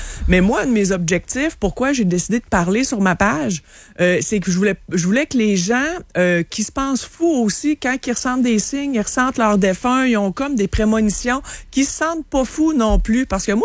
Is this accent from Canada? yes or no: yes; Sainte-Foy, Quebec, Canada; Non, c'est du région de Québec. J'ai grandi à Sainte-Foy.